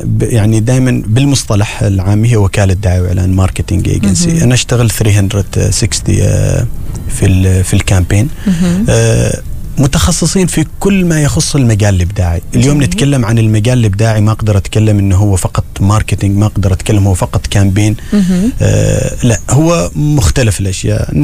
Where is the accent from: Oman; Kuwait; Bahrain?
Oman; عندنا في عمان